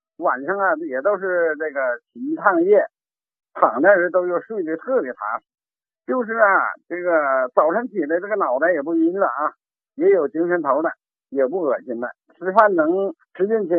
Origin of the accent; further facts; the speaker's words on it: Tangshan, Hebei, China; 哎呀，我是这个唐山的，是您的这个老患者了啊。